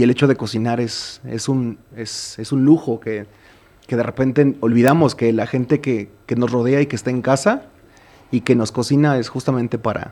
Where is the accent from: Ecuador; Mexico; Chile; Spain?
Mexico; Guerrero; also born or lived in Mexico City; Crecí en la costa y también crecí algunos momentos en la Ciudad de México.